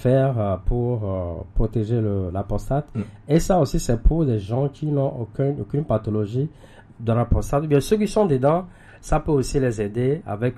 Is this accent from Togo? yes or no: yes; Togo; chez nous au Togo